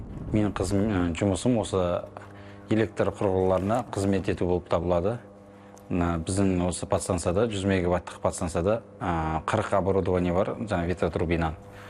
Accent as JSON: {"language": "Kazakh", "town": "Zhanatas", "region": "Jambyl Region", "country": "Kazakhstan", "tie": "born or raised there", "said": "осы Жаңатас қаласының тумасымын, 1990 жылы туылған."}